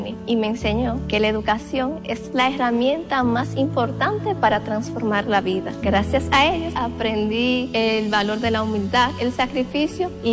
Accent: Cotuí, Sánchez Ramírez, Dominican Republic; Nací en Cotuí y me crié en la comunidad de Comedero Arriba

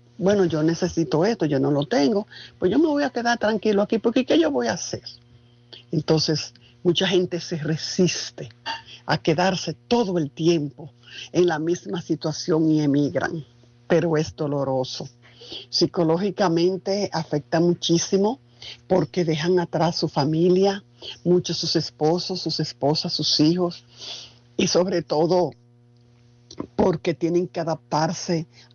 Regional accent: Dominican Republic; also born or lived in Spain; nuestro país, la República Dominicana

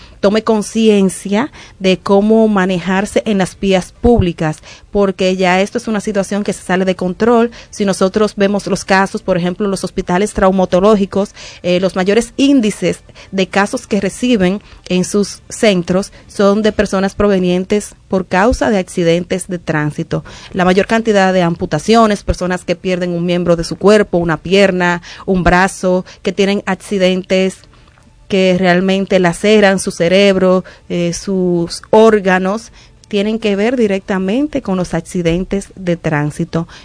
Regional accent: Dominican Republic

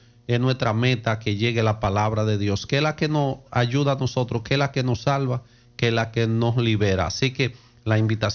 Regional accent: Dominican Republic

